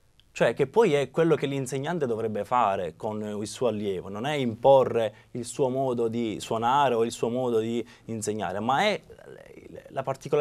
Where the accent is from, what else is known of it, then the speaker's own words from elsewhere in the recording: Palermo, Sicily, Italy; moved away as an adult; now in Milan, Italy; vengo da Palermo, anche se vivo da qualche anno a Milano. Inizio gli studi del pianoforte a 8 anni, sempre a Palermo